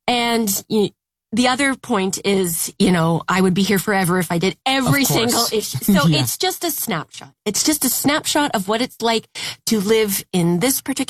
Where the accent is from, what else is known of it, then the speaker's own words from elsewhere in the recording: Ottawa, Ontario, Canada; And I grew up in Ottawa.